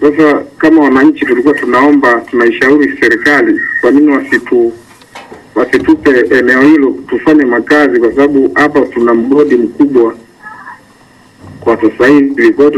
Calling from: Morogoro, Tanzania; Napiga simu natoka Morogoro.

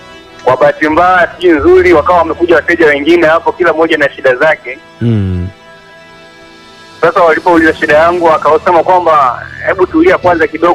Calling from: Kahama, Shinyanga, Tanzania; kutoka Kahama hapa.

